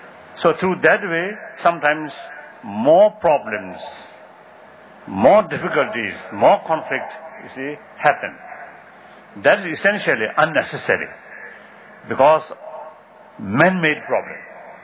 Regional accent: Tibet, China; I come from Tibet

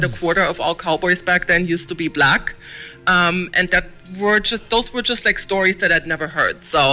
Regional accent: Germany; moved away; growing up in Germany

